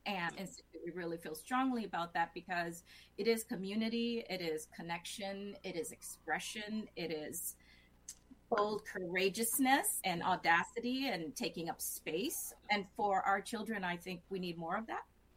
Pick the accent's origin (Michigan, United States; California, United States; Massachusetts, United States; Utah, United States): Massachusetts, United States; Massachusetts.